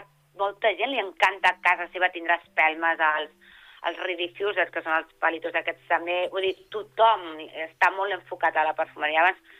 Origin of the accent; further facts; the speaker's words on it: Terrassa, Catalonia, Spain; T'ho dic Terrassa, jo soc de Terrassa.